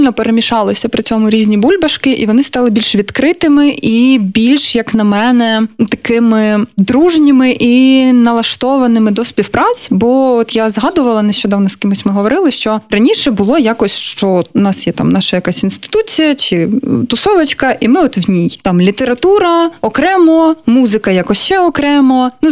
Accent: Kharkiv, Kharkiv Oblast, Ukraine; І коли я говорила, що я з Харкова, то люди реагували, типу, вау, ти

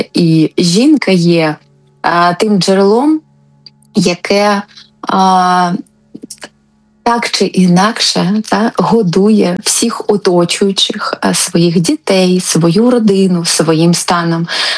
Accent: Kharkiv, Kharkiv Oblast, Ukraine; Особливо ми харків'яни

